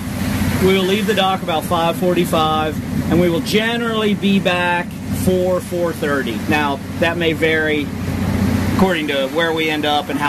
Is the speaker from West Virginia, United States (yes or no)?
yes; Cowan, West Virginia, United States; I grew up in Webster County. I grew up in the town of Cowan. My mom's family is longtime Webster County folks.